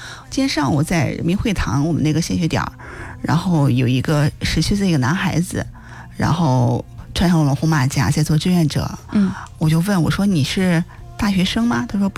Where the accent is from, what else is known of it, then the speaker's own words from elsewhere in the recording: Henan, China; 其实我想我们作为一个中国人，作为河南人，我们应该感到非常的骄傲啊，